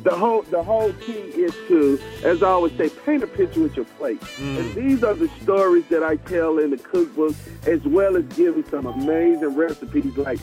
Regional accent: Mississippi, United States; my father was Creole, as a matter of fact, and that's who really influenced that in me while I was growing up in Mississippi.

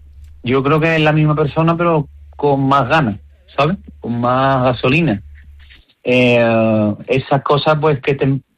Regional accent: Málaga, Andalusia, Spain; yo soy de Málaga.

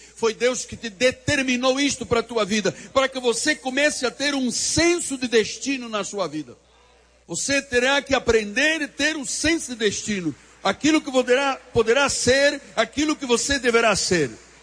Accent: Portugal; eu tinha até sotaque americano sendo português.

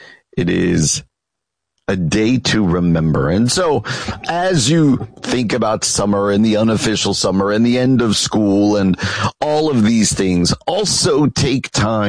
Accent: East Coast, United States; When I grew up out on the East Coast, this is when people would go to the Jersey Shore.

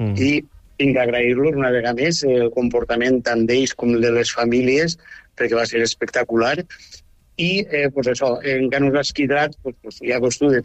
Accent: Llutxent, Valencian Community, Spain; jo sóc de l'Ucent al costat de Quatretonda.

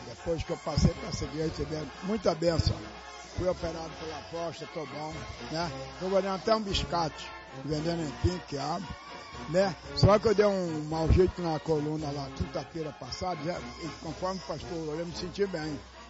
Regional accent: Magé, Rio de Janeiro, Brazil; Eu sou de Suruí, Magé.

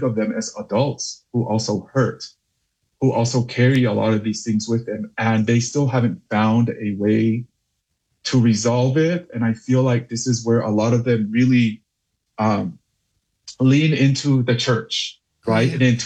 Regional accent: Tonga; moved away; the way we grew up in Tonga

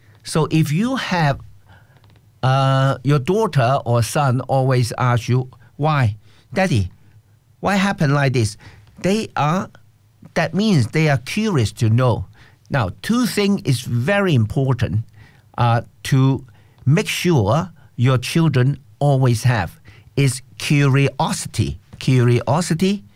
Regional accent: Hong Kong; English is a second language; So I'm from Hong Kong, that's why I very support them, especially the tennis.

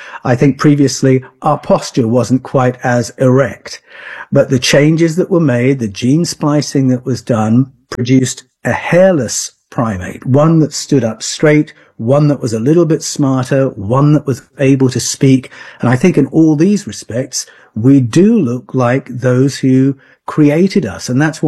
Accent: United Kingdom; born or raised there

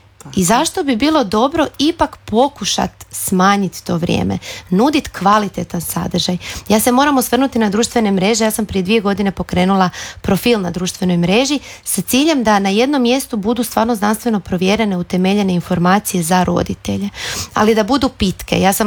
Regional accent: Sesvetski Kraljevec, City of Zagreb, Croatia; Ja sam odrasla u Sesvetama, odnosno u Sesvetskom Kraljevcu, i to je bilo drugačije.

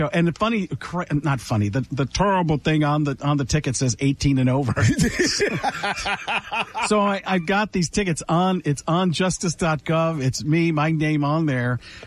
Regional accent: Milwaukee, Wisconsin, United States; So not my hometown. I grew up in Milwaukee, but home with the Italians I'm not allowed to talk about anymore.

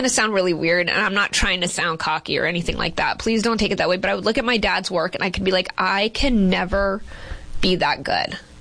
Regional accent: Boston, Massachusetts, United States; born there; accent: Boston; I was born in Boston, Massachusetts.

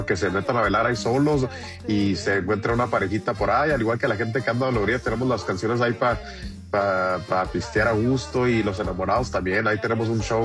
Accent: Chihuahua, Mexico; now in United States; ya yo y el del bajo somos de Chihuahua

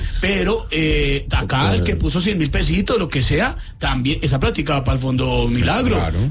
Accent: Colombia; mientras estemos unidos como colombianos

